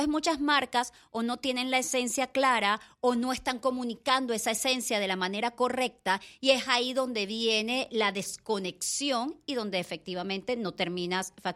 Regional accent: Venezuela; moved away

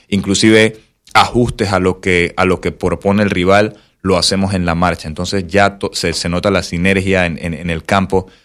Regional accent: Panama; Como fanático, como panameño

